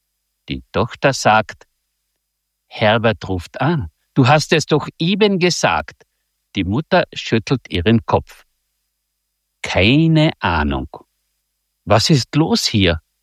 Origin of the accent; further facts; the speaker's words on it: Völkermarkt, Carinthia, Austria; accent: Carinthian dialect; Ich komme aus dem Großraum Völkermarkt